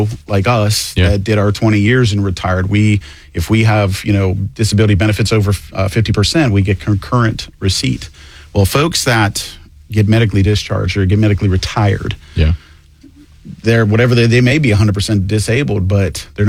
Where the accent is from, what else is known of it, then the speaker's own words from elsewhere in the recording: Ohio, United States; now in Northeast Florida, United States; I got involved with it up in my hometown in Northeast Ohio